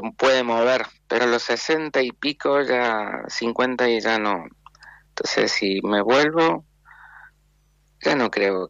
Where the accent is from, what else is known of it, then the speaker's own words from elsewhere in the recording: Argentina; moved away; Yo me fui de Argentina sobre todo por el problema de seguridad.